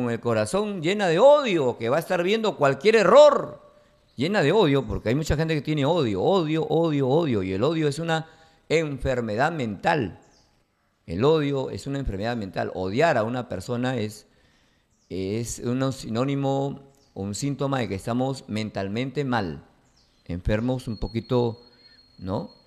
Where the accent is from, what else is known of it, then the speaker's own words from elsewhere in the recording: Peru; los que somos afectados somos todos los peruanos.